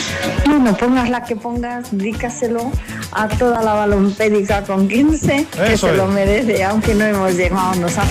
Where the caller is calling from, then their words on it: Cuenca, Castilla-La Mancha, Spain; de Cuenca.